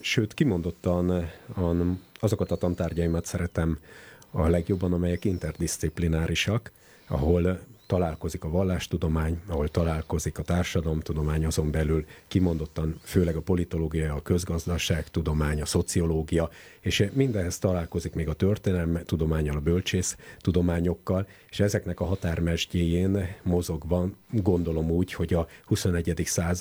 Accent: Hegykő, Győr-Moson-Sopron, Hungary; moved away as an adult; also born or lived in Nyíregyháza; én beleszülettem Észak-Nyugat-Magyarországon, Sopron mellett egy pici faluban, egy katolikus közösségbe, ez a kicsi falu Hegykő

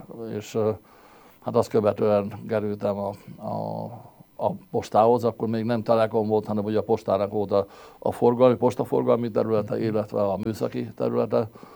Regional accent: Győr, Győr-Moson-Sopron, Hungary; Nem, én Győrben születtem, és Győrben jártam iskolába.

